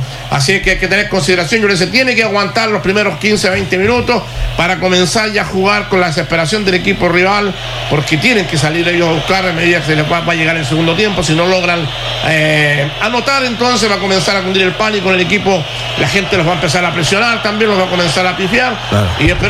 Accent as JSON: {"language": "Spanish", "country": "Chile"}